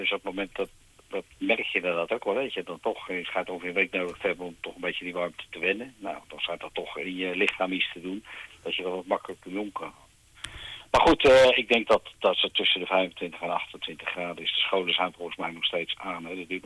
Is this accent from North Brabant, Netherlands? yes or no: no; Westland, South Holland, Netherlands; Ik kom uit Westland